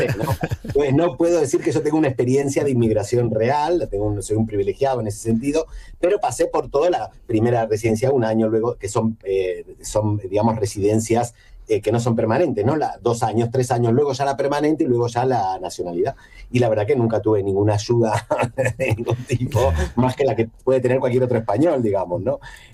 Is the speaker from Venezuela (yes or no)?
no; Argentina; moved away as an adult; now in Spain; Bueno, yo soy inmigrante, digamos, soy hispano-argentino, porque tengo la nacionalidad española ya hace bastante, hace 31 años que vivo aquí.